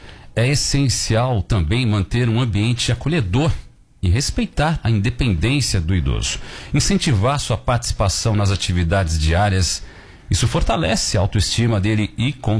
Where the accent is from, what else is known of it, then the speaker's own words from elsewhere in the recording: São Bernardo do Campo, São Paulo, Brazil; born there; É, sou bernardense, nasci lá, não moro lá, moro próximo, né? Uma cidade maravilhosa.